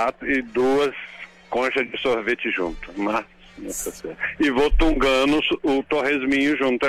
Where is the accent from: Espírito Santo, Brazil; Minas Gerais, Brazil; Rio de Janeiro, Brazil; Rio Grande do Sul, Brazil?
Minas Gerais, Brazil; moved away; Eu trago feijão vermelho lá de Minas, que eu sou mineiro nato, né?